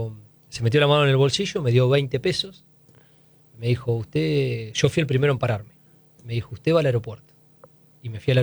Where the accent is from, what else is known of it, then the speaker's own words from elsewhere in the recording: Bolívar, Buenos Aires Province, Argentina; moved away; ayer estaba volviendo de Bolívar, yo soy de Bolívar, fui a visitar a mi familia